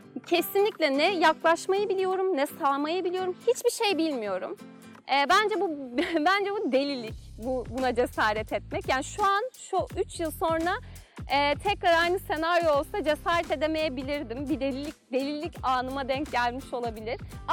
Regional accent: Kocaeli, Turkey; born there; moved away; also born or lived in Istanbul; 1995 yılında Kocaeli'de doğdum.

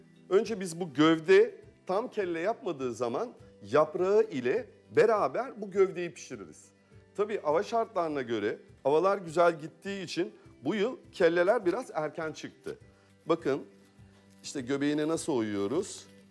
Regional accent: Aydın, Turkey

